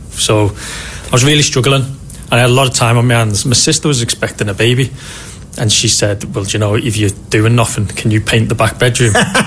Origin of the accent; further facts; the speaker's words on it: Bolton, North West England, United Kingdom; moved away as an adult; also born or lived in Liverpool / Aberdeen / London; I was born in Liverpool, brought up in the Bolton area